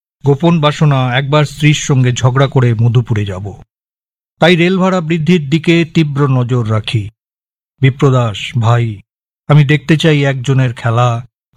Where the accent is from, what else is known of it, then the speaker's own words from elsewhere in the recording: Kolkata, West Bengal, India; আমার প্রিয় বন্ধু প্রবুদ্ধ মিত্র, যে বাগবাজারেই থাকে, আমার বাড়ি বাগবাজারে